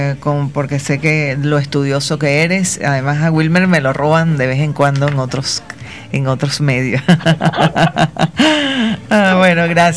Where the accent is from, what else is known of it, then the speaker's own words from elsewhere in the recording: Venezuela; porque así somos todos los venezolanos.